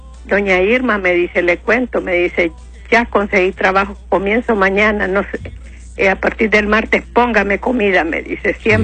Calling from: Tegucigalpa, Francisco Morazán, Honduras; Le llamo de aquí, de la colonia Kennedy.

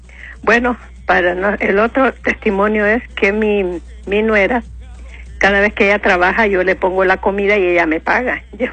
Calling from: Tegucigalpa, Francisco Morazán, Honduras; Le llamo de aquí, de la colonia Kennedy.

